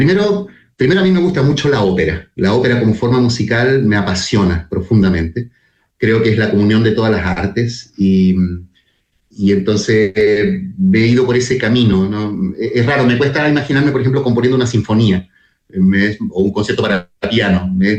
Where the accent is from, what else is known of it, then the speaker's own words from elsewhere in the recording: Chile; Nosotros los chilenos tenemos un musical como La Pérgola de las Flores, que lo reconocemos como propio